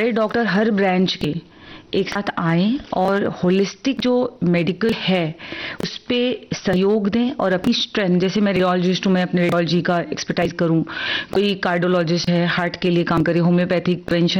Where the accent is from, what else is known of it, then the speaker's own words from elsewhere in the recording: Uttar Pradesh, India; क्योंकि हम उत्तर प्रदेश से हैं, राजस्थान हुआ या हरियाणा हुआ